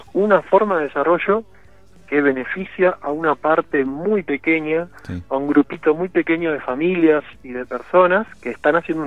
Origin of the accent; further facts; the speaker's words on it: Buenos Aires, Argentina; moved away as an adult; yo crecí ahí, tuve 4 décadas viviendo